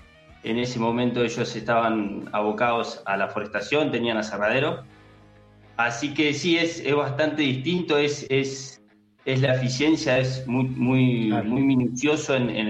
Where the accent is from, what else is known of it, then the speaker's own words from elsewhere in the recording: Añelo, Neuquén, Argentina; Nosotros somos una familia de Añelo, una familia productora, chacarera. Mi abuelo, imagínate que compró el campo en el año 71, se lo compró a la provincia de Neuquén. Y bueno, a partir de allí que estamos instalados